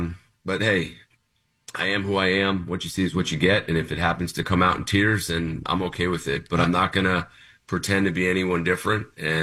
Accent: New Jersey, United States; now in Miami, United States; You know, I'm from New Jersey.

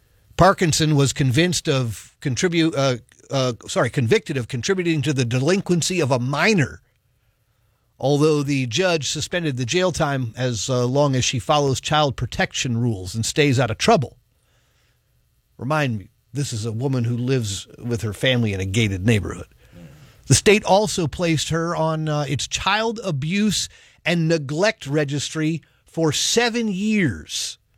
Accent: Virginia, United States; moved away; my home state of Virginia.

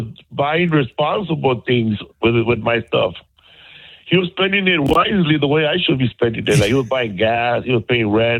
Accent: Los Angeles, California, United States; Yes, I grew up in Boyle Heights, the East Los Angeles. I grew up in a gated community. The window was gated. The back door was gated.

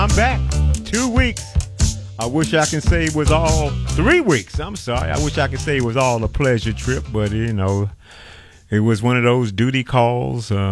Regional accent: Chicago, Illinois, United States; in 45 years of being in Chicago. Love it. Wouldn't be any other place except for my hometown.

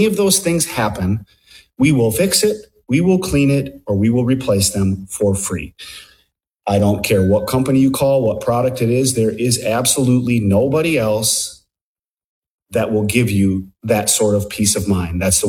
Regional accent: Baldwin, Wisconsin, United States; But I was back up in my hometown area of Baldwin, Woodville. If anybody knows where that is, it's northwestern Wisconsin, close to Hudson, only 30-ish miles from St. Paul.

